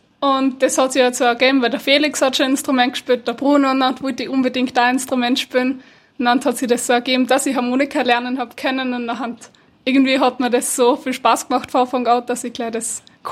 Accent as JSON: {"language": "German", "town": "Langenwang", "region": "Styria", "country": "Austria", "said": "Naja, ganz genau komme ich aus dem Pretulgraben. Das ist in der Gemeinde Langenwang im Bezirk Bruckmitz-Zuschlag. Und das ist in der Steiermark."}